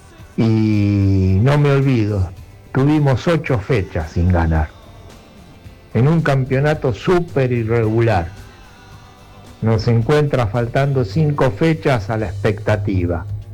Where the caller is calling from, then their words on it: Villa Ballester, Buenos Aires Province, Argentina; de Villa Ballester, hincha del Gasolero.